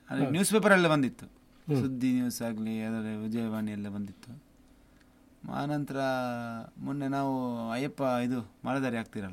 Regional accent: Udupi, Karnataka, India; ಎಲ್ಲಿ ಅಂತ ಹೇಳಿದರೆ ಉಡುಪಿ. ಮತ್ತು ನನ್ನ ಊರು ಸರ್.

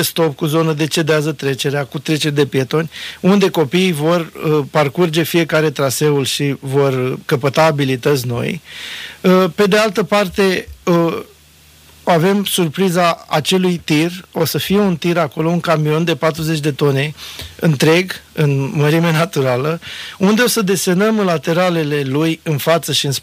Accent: Romania

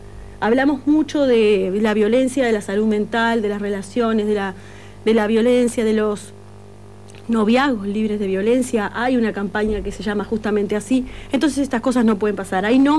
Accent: Maldonado, Uruguay

